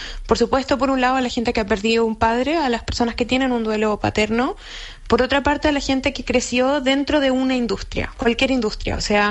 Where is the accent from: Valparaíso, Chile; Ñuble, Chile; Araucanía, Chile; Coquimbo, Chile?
Ñuble, Chile; Chillán; A mí no me tocó vivir esa época, yo crecí en Chillán